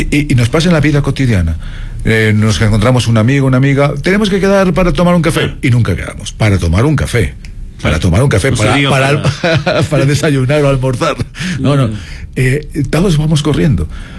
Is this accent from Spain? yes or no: yes; Spain; como ciudadano español o del mundo